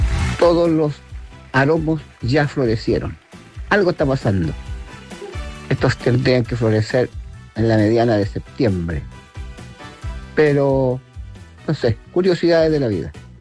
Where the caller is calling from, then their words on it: Algarrobo, Valparaíso, Chile; Desde acá de Algarrobo, sector El Canelo.